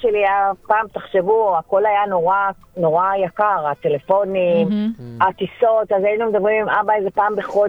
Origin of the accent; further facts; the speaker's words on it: Ramat Gan, Tel Aviv District, Israel; born there; Hebrew is a second language; also born or lived in France; אני גדלתי בשכונה יחסית טובה ברמת גן